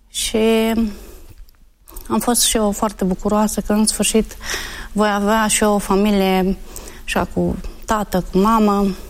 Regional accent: Arad, Arad County, Romania; born there; M-am născut în Arad, într-o familie de ortodoxi.

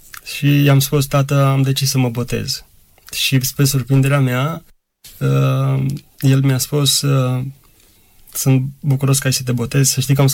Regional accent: Cleja, Bacău County, Romania; la noi în sat, la Cleja.

